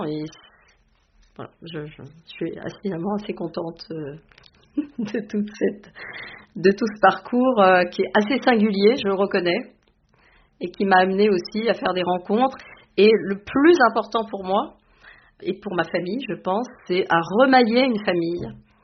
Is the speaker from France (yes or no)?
no; Morocco; born there; moved away; je suis née au Maroc.